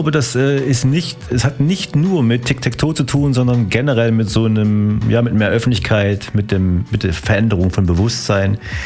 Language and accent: German; Apolda, Thuringia, Germany; ich komme eigentlich aus Apolda.